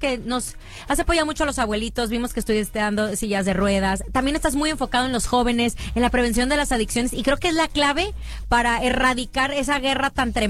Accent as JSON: {"language": "Spanish", "town": "San Nicolás de los Garza", "region": "Nuevo León", "country": "Mexico", "tie": "born there", "said": "Yo tengo a mi mamá que sigue, nacimos en San Nicolás de los Garza, así, en el mero centro"}